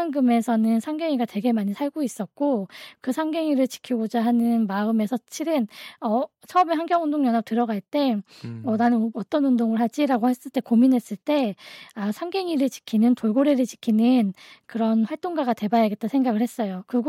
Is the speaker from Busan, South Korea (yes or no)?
no; Buan, North Jeolla, South Korea; 저는 지역이 부안이었어요. 사는 공간이 부안이었고